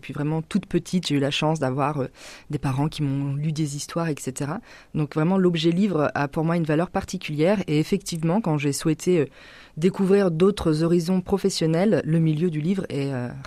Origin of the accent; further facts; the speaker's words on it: Normandy, France; moved away as an adult; also born or lived in Île-de-France / Netherlands; now in Vernon, France; Je suis normande, mais effectivement, j'ai habité en région parisienne pour mes études, puis aux Pays-Bas, enfin, j'ai pas mal voyagé, mais mes parents sont normands, voilà, purs normands. 100%.